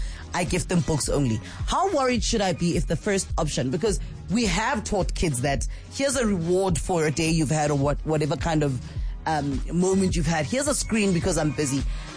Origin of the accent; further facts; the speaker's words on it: Soweto, Gauteng, South Africa; moved away; growing up in Soweto, there were libraries in every area.